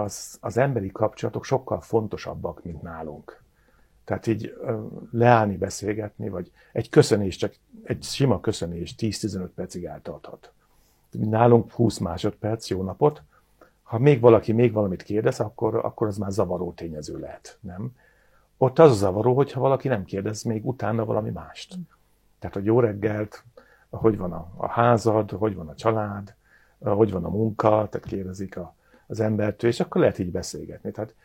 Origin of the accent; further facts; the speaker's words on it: Hungary; moved away as an adult; also born or lived in Germany / Africa; magyarként Németországba kimentünk tanulni